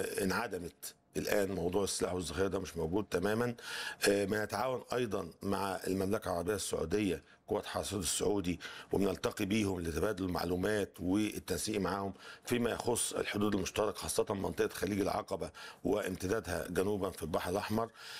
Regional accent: Egypt; بلدنا مصر

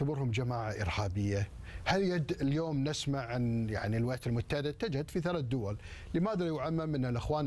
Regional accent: Kuwait; واحنا ككويتيين

